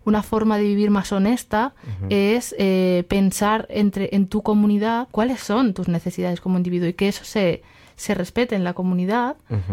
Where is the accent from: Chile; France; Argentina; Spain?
Spain; Aragon